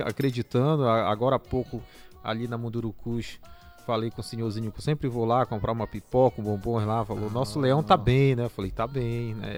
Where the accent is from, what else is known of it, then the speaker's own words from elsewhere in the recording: Bujaru, Pará, Brazil; born there; Eu sou paraense. Eu torço pros clubes paraenses.